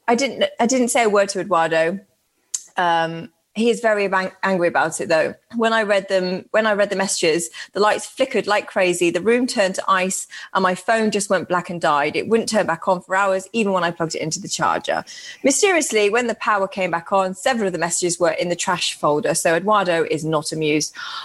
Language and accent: English; Birmingham, West Midlands, United Kingdom; I'm from Birmingham